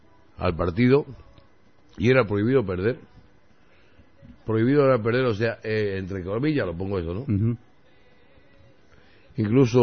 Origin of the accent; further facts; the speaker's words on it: Santa Cruz, Bolivia; Preocupado como periodista, como ponerle como hincha, como fanático, como cruceño